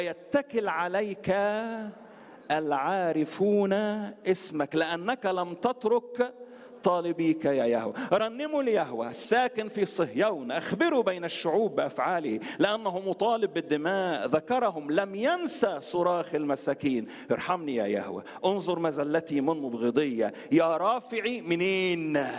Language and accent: Arabic; Alexandria, Alexandria Governorate, Egypt; عندنا في اسكندرية في سيدي بشر شارع الجمعية، شارع الجمعية، كنا احنا في شارع الشهيد